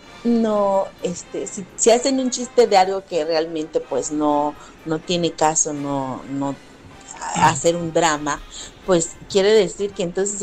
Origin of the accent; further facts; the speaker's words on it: Mexico; Así somos, los mexicanos somos chingones.